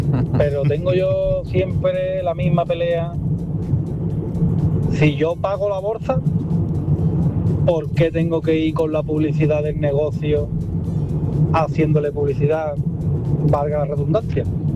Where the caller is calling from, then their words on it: Jerez de la Frontera, Andalusia, Spain; desde Jerez.